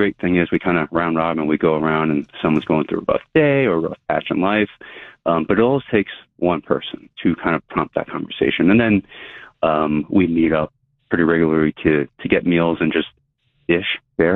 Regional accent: New York, United States; moved away as an adult; now in Chicago, United States; A lot of my childhood friends that I grew up with are in New York, and I moved there in my adult life. So I've moved to Chicago from New York.

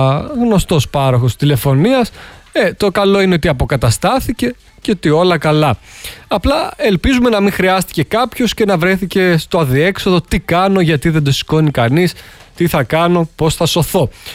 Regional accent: Crete, Greece; Εγώ έχω μεγαλώσει στην Κρήτη.

